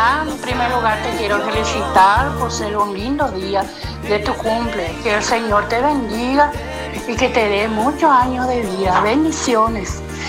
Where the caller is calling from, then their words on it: Brazil; de San Capitán, Brasil.